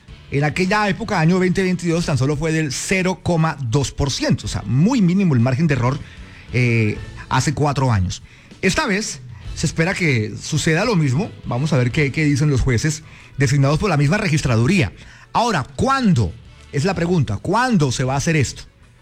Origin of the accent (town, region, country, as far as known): Colombia